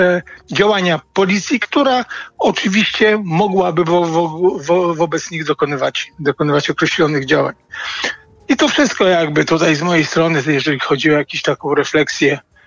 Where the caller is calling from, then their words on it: Gdańsk, Pomeranian Voivodeship, Poland; jakkolwiek jeszcze jestem gdańszczaninem i niekiedy tam przyjeżdżam